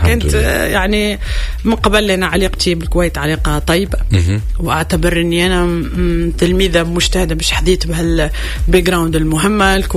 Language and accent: Arabic; Tunisia; أنا مواطنة تونسية